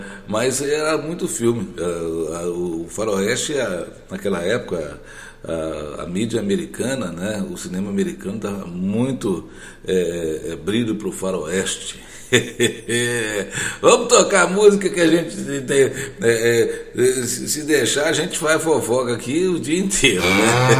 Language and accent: Portuguese; Santo Antônio de Pádua, Rio de Janeiro, Brazil; lá na minha cidade, lá em Pádua, né? Eu morei um pouco, boa parte da minha infância em Pádua.